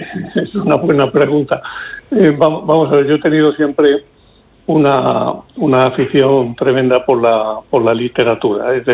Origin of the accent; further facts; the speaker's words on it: Cartagena, Region of Murcia, Spain; moved away as an adult; Yo, aunque vivo fuera por razones profesionales desde hace muchos años, mi infancia, mi juventud han transcurrido en Cartagena